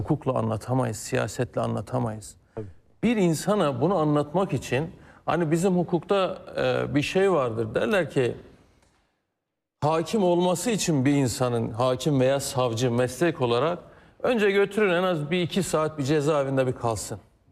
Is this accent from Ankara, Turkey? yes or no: no; Iğdır, Turkey; İki, ben Iğdırlıyım. Biz Oğuz Türk'üyüz. Yani Oğuz Kağan'ın torunudur Iğdır Bey. Biz binlerce yıldır aynı coğrafyada yaşayan insanlarız. Ben o coğrafyada yaşadım.